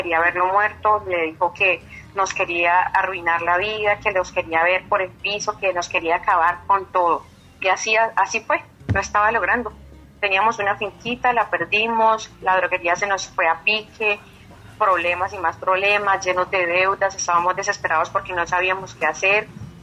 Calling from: Turbo, Antioquia, Colombia; Turbo Antioquia.

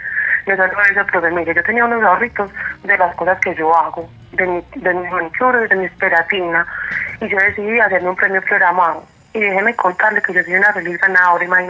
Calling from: Medellín, Antioquia, Colombia; Desde Medellín

